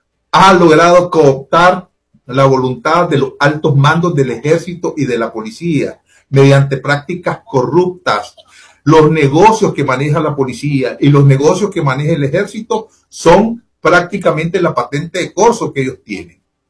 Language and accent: Spanish; Nicaragua; born there; moved away; los que hemos salido de Nicaragua seguimos siendo nicaragüenses, porque ahí nacimos